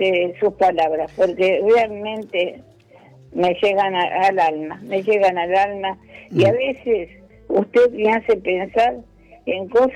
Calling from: Los Polvorines, Buenos Aires Province, Argentina; soy de Los Polvorines.

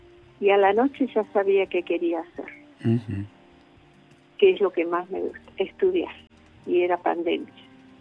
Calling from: Frías, Santiago del Estero, Argentina; de Fría, Santiago del Estero.

